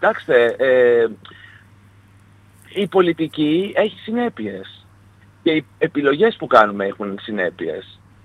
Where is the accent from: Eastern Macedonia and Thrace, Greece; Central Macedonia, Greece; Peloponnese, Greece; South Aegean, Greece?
Central Macedonia, Greece; Thessaloniki; γιατί εγώ ως Θεσσαλονικιός ξέρω, το παίρνω και προσωπικά κάπου και προσβάλλομαι